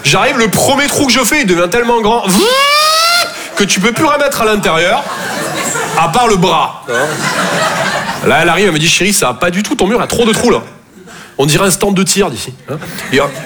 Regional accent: Toulouse, Occitanie, France; Je viens de Toulouse, à la base. Ouais, ça s'entend un peu, ouais.

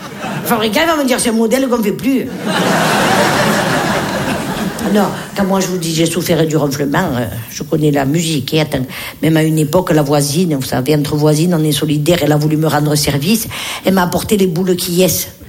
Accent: Nice, Provence-Alpes-Côte d'Azur, France; Puis moi, je l'ai fait comme on l'a fait chez nous à Nice, à la pomme de terre, ça coûte rien.

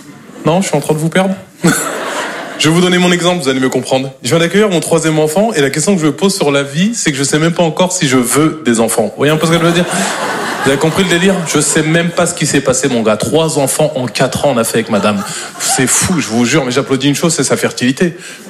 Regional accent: Normandy, France; Moi, je suis normand de base et j'aime pas trop le silence.

